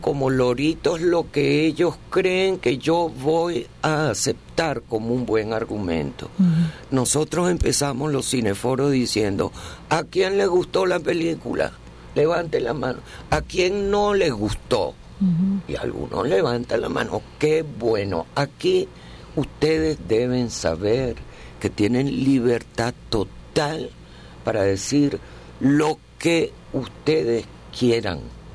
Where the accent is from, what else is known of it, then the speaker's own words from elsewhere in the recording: Venezuela; yo sentía en mi juventud, en mi adolescencia, que estando en Venezuela y siendo mujer, la belleza no era una virtud, era una obligación.